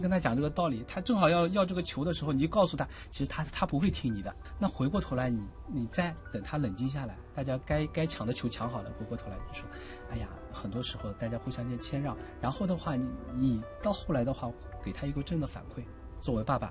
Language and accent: Chinese; Shanghai, China; accent: Shanghainese; 我说上海话的时候也经常不会愣住